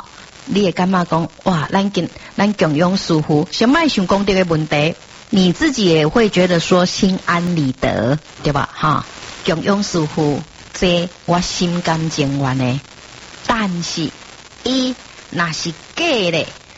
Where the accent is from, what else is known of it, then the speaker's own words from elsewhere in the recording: Taiwan; 就是我们台湾人比较有那种心存敬意的概念